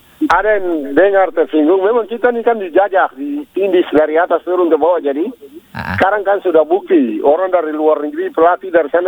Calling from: Papua, Indonesia; kita orang Papua ini

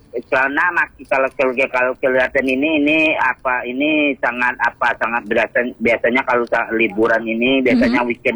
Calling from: Jambi, Indonesia; padahal kita orang Kabupaten Muara Jambi tapi belum pernah ke situ

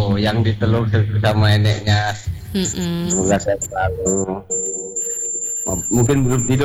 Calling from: Sukarame, Lampung, Indonesia; Ya biasa, pendatang baru … Sukarame mbak.

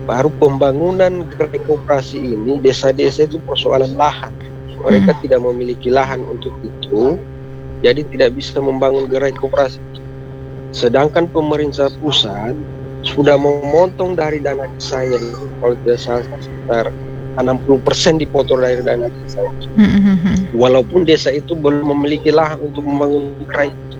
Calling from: Sigi, Central Sulawesi, Indonesia

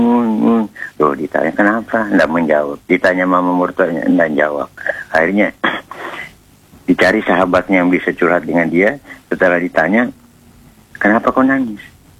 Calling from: Kubu Raya, West Kalimantan, Indonesia

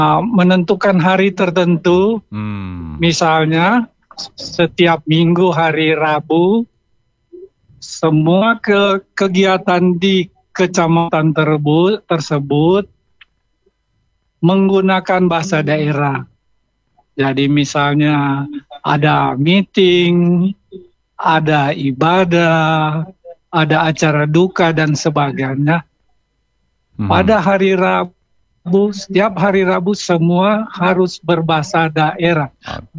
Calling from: Manado, North Sulawesi, Indonesia; dari Dendengan Dalam.

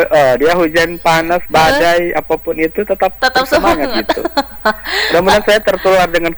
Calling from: Manado, North Sulawesi, Indonesia; Asalku Sulawesi Utara.

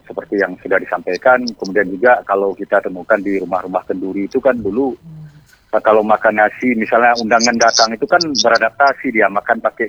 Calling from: Aceh, Indonesia; saya juga salah seorang warga Aceh

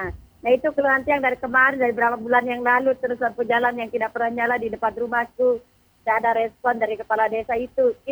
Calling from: West Lombok, West Nusa Tenggara, Indonesia

